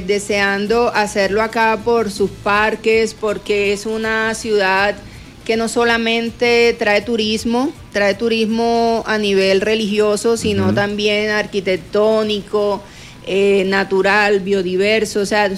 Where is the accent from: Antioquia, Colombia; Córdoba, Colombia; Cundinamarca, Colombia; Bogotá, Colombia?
Córdoba, Colombia; Montería; nosotros venimos, mi hija y yo venimos de Montería, Córdoba, en representación pues de todo ese departamento